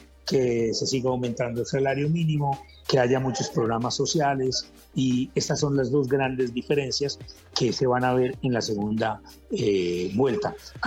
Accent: Armenia, Quindío, Colombia; de aquí, de la ciudad de Armenia, de donde yo soy oriundo también

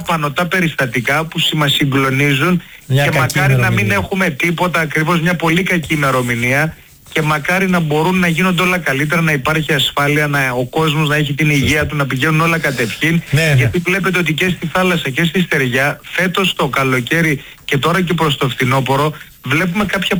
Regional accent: Naxos, South Aegean, Greece; είμαι και από την Άξο και τότε που θυμάμαι καλά ήμουνα στο δημοτικό

